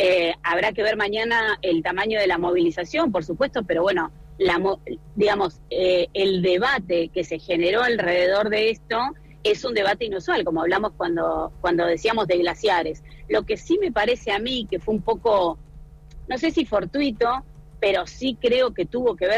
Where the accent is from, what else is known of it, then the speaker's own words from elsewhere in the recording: Chubut, Argentina; Nosotros que somos de la Patagonia y ahí en Chubut sabemos lo que significan los incendios forestales